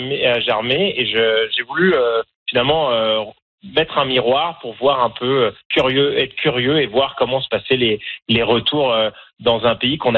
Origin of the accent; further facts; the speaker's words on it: France; moved away as an adult; now in Canada; j'ai un accent qui n'est pas forcément l'accent de tous les franco-canadiens. Je suis originaire de France. Cela dit, ça va faire une vingtaine d'années, 20 ans que je vis au Canada, et si on me demande moi où est ma maison, c'est le Canada.